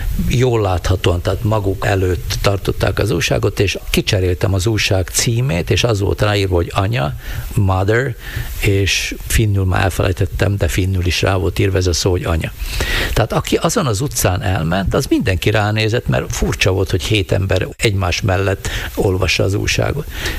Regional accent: Kéménd, Baranya, Hungary; sok minden köt Kéménthez, nyilván fog is, mert hát ott nőttem föl.

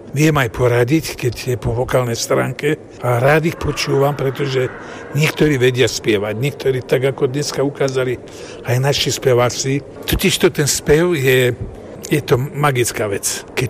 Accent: Trenčín Region, Slovakia; also born or lived in Partizánske; ja som doma v rodnej obci, ja som sa narodil v Partizánskom, ale v Hornej si, kde sme žili, na dedine

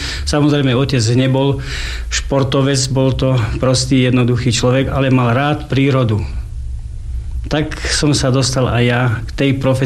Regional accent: Veľká Lomnica, Prešov Region, Slovakia; narodil som sa tu pod Tatrami

